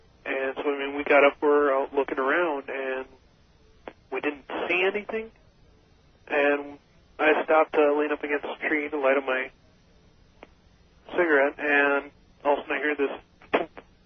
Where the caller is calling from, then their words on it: Janesville, Wisconsin, United States; also born or lived in Minnesota, United States; Janesville, Wisconsin.